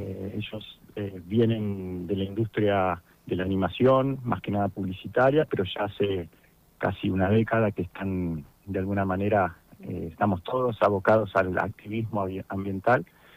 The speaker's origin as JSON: {"language": "Spanish", "town": "Bariloche", "region": "Río Negro", "country": "Argentina", "said": "yo soy productor ejecutivo, que vivo en Bariloche, soy de acá."}